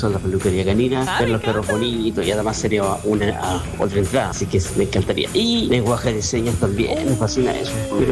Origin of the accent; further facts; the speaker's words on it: Coquimbo, Chile; Yo soy de Coquimbo, pero estoy en otra región. Un abrazo a mi coterráneo de Coquimbo